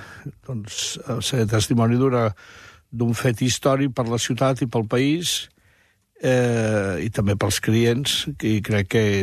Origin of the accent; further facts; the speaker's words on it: Barcelona, Catalonia, Spain; aprofito per dir, com a barceloní